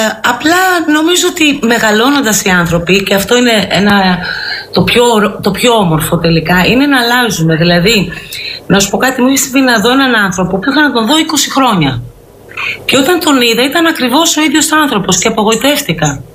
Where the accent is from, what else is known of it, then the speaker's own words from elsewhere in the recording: Zimbabwe; now in Greece; γεννήθηκα μεγάλωσα στη Νότια Αφρική, πρώην Ροδεσία, είναι Ζιμπάμπουε.